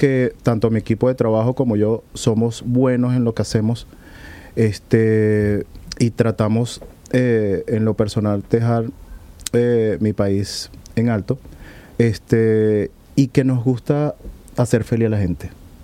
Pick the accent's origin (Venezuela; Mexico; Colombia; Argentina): Venezuela; now in Spain; Como migrante, soy venezolano, orgulloso de mi país, distintamente de la situación que está pasando.